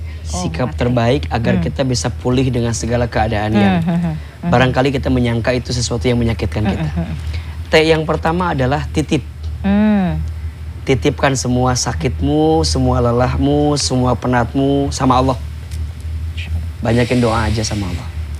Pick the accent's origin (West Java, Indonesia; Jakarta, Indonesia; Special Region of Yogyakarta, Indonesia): West Java, Indonesia; Garut; moved away; kita orang kampung, orang desa gitu. Dulu saya orang Garut